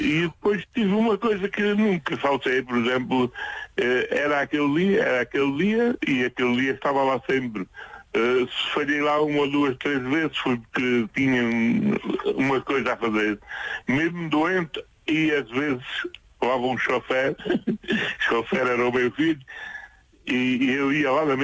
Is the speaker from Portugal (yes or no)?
yes; Mata, Centro, Portugal; born there; Eu nasci na Mata, é uma aldeia perto aqui de Castelo Branco, 17 quilómetros de Castelo Branco